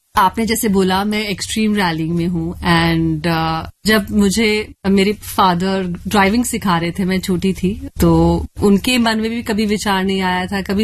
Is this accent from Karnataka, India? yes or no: no; Bareilly, Uttar Pradesh, India; मैं एक छोटे शहर से हूँ, मैं बरेली से हूँ